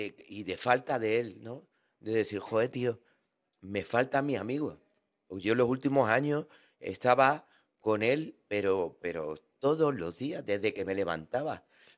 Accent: Andalusia, Spain; Nosotros somos andaluces, tío.

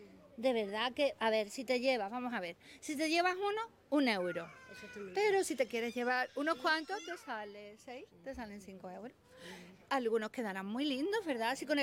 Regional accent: Seville, Andalusia, Spain; soy de Sevilla Este también. La segunda familia que me encuentro de Sevilla Este.

